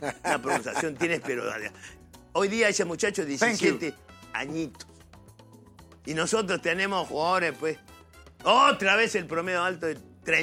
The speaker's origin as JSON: {"language": "Spanish", "country": "Peru", "said": "Obviamente que como peruano no quisiera vivir el papelón de..."}